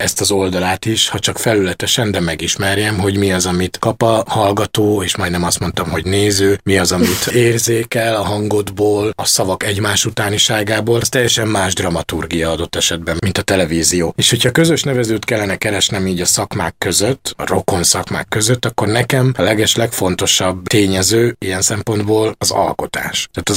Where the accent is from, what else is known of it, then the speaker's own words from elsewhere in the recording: Kocsola, Tolna, Hungary; now in Budapest, Hungary; Tolna megyéből érkeztem, kis kitérőkkel, mármint a fővárosba, Dombovár mellett egy kis falu, Kocsola, kb. 1500-an laknak ott.